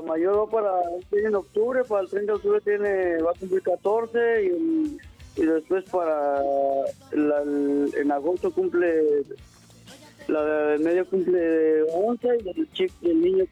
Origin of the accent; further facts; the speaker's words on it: Zacatecas, Mexico; also born or lived in Hidalgo, Mexico; now in Alabama, United States; Yo soy originario de Miguel, de Zacatecas, y de ahí me fui para el estado de Hidalgo. Allá me casé, tengo mis hijos allá